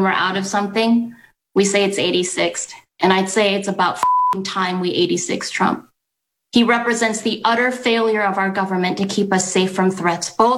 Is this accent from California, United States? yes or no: no; Madison, Wisconsin, United States; born or raised there